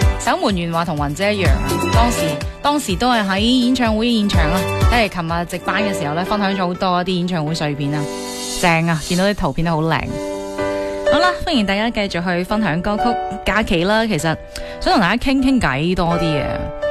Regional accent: Guangdong, China; 广式早茶是非常受欢迎，也是我们广东人的社交方式之一。

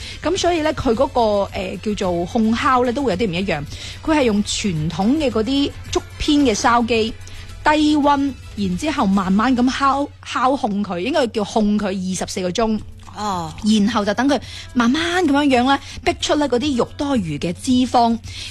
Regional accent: Guangdong, China; 我哋广东人

